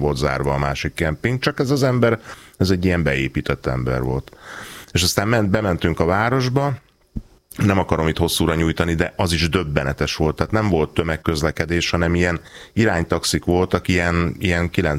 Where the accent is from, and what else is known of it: Hungary